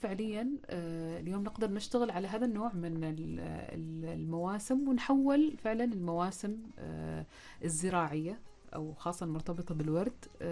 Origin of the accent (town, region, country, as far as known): Oman